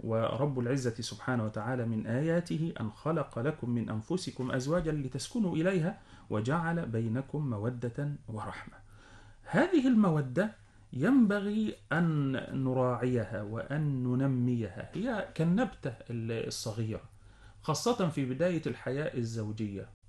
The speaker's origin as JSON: {"language": "Arabic", "country": "Egypt", "said": "باللغة العامية الطيبة بتاعتنا كمصريين"}